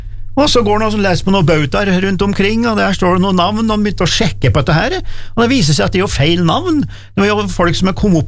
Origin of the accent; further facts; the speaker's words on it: Dombås, Innlandet, Norway; jeg kommer fra Domås.